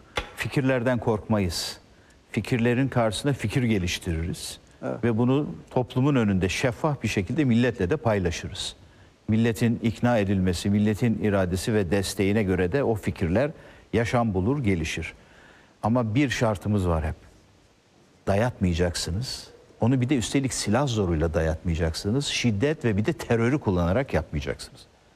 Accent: Trabzon, Turkey; Ya ben Trabzonluyum.

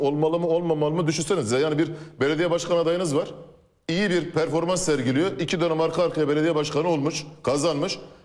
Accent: Hatay, Turkey; bir Hataylı olarak

